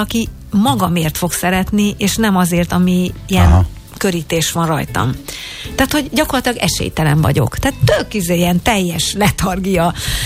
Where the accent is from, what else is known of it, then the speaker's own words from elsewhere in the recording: Subotica, Vojvodina, Serbia; born there; az én nagymamám, anyukám, anyukája nevelőszülő volt. És nem hivatásos nevelőszülő, Szabadkán, és nagyon sok gyerekkel nőttünk föl.